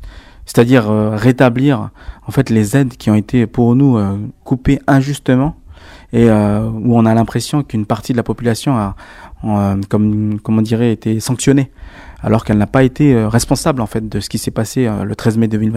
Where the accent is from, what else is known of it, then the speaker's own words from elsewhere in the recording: Nouméa, South Province, New Caledonia; dans les quartiers nord de Nouméa, là où j'ai grandi.